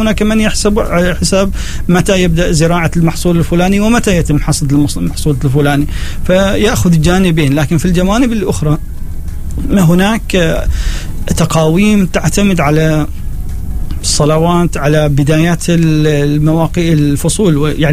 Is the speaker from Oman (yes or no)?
yes; Oman; النواخذة اللي موجودين معنا في مرباط أو في صور